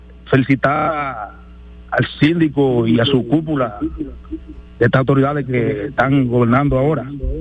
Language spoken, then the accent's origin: Spanish; Jimaní, Independencia, Dominican Republic; yo desde niño he estado oyendo que la calle del pueblo de Limón y Jimaní iban a arreglarse y nunca se arreglaban.